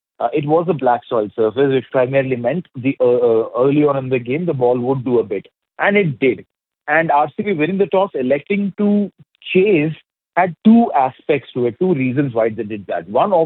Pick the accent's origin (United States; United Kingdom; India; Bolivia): India; Being an Indian